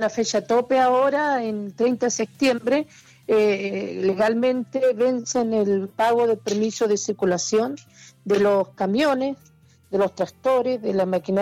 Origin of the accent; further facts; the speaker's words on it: Chile; casi todos como chilenos